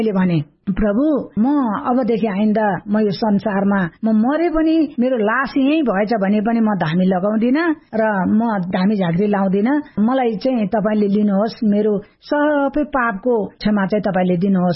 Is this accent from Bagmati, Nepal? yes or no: yes; Fapharbari, Bagmati, Nepal; अनि मेरो माइती चाहिँ छोरी हो, मेरो घर चाहिँ फापरबारी हो।